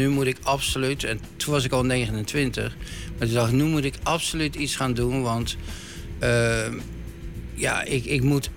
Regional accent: Rotterdam, South Holland, Netherlands; moved away as an adult; Ik was een gewone Rotterdammer. ik kom uit een slagersfamilie.

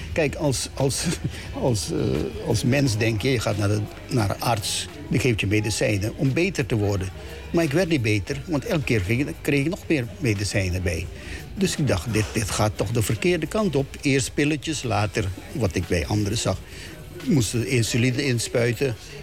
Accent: Suriname; als Surinamers.

